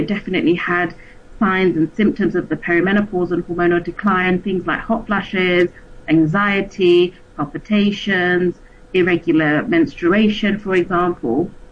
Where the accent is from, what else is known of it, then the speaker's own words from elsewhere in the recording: Surrey, South East England, United Kingdom; moved away as an adult; now in United Arab Emirates; born and raised in Surrey in England. And moved to the UAE about 17 months ago now